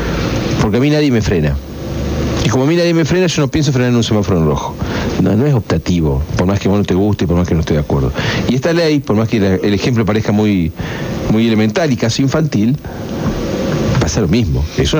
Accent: Argentina

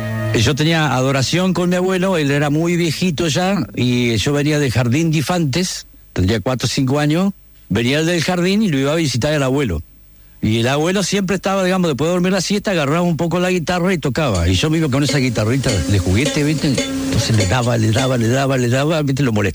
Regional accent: Gualeguay, Entre Ríos, Argentina; Bueno, nací acá en Gualeguay y creo que me voy a morir acá. Este es mi pueblo y decidí quedarme acá.

